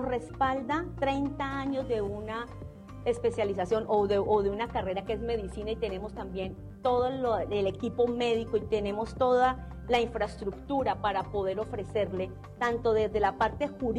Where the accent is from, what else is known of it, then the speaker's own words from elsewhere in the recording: Llanos Orientales, Colombia; born there; Soy hija del Llano, egresada de esta universidad